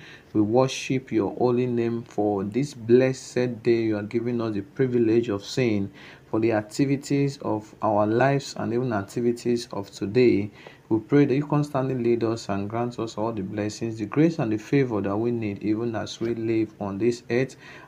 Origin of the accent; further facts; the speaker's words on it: Okada, Edo, Nigeria; from Okada Town, Edo State, Nigeria.